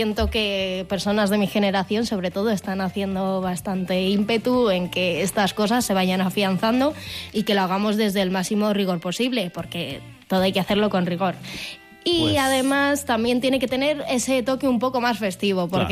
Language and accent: Spanish; Cuenca, Castilla-La Mancha, Spain; yo que soy de aquí, de Cuenca, y he crecido aquí toda la vida